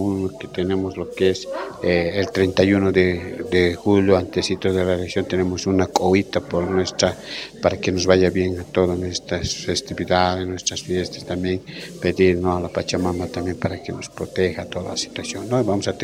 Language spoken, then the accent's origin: Spanish; Bolivia